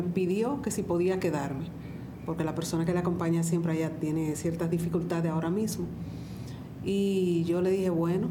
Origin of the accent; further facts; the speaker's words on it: San Francisco de Macorís, Duarte, Dominican Republic; also born or lived in Santo Domingo, Dominican Republic; yo nací en San Francisco de Macorís, un pueblo de allá de República Dominicana, a 2 horas y media de la capital. Ya cuando voy a estudiar para la universidad, entonces me voy a vivir a la capital, donde tengo más de 20 años viviendo allá.